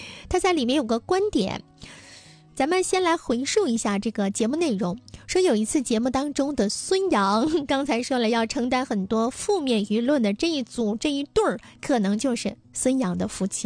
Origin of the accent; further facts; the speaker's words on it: Liaoning, China; 也特别喜欢咱们东北人这种豪迈吧